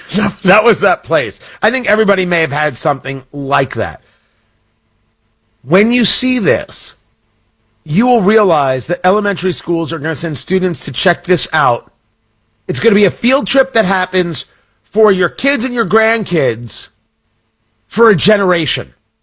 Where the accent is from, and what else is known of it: Middletown, New Jersey, United States; born or raised there